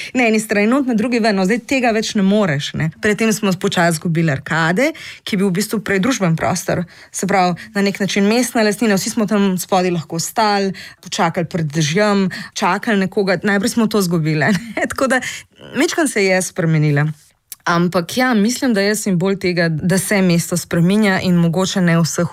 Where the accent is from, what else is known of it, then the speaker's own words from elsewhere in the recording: Ljubljana, Central Slovenia, Slovenia; jaz to občutim kot Ljubljančanka